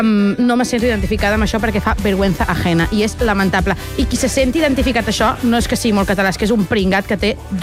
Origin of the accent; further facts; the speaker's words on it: Catalonia, Spain; Jo que compleixo tots els estereotips marcats com a catalana, és a dir, família de pijos